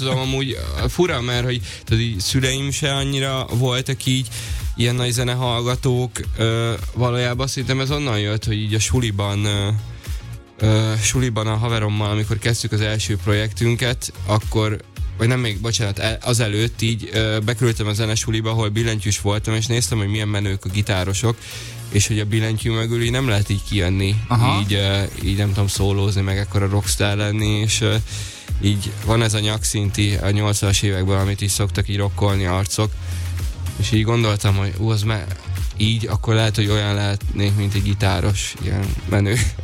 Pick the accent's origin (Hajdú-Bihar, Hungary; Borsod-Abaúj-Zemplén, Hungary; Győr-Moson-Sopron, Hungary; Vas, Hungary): Hajdú-Bihar, Hungary; Debrecen; Így van, szülővárosomból.